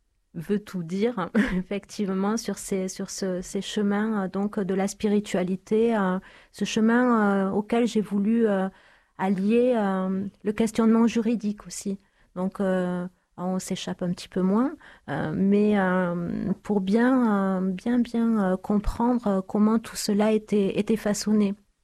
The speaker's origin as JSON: {"language": "French", "town": "Toulouse", "region": "Occitanie", "country": "France", "tie": "born there", "said": "je suis née à Toulouse, en France."}